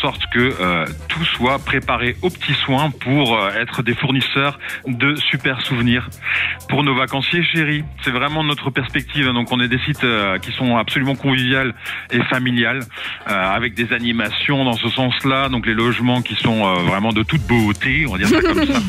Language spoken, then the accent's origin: French; Brussels, Brussels-Capital Region, Belgium; now in France; Alors, moi, je suis un Belge expatrié depuis très très longtemps, hein, mais je viens plutôt de Bruxelles, mais c'est pas grave. J'ai de la famille qui est dans les Ardennes, j'ai de la famille qui est en Flandre.